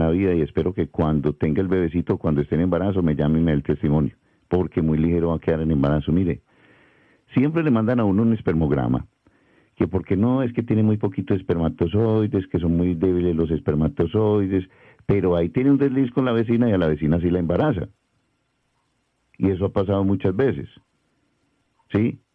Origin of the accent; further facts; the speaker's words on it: Medellín, Antioquia, Colombia; born there; yo nací en la clínica León 3